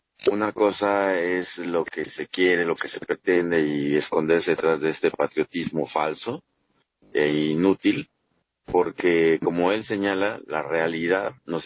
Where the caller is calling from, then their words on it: Atizapán de Zaragoza, State of Mexico, Mexico; de Atizapán.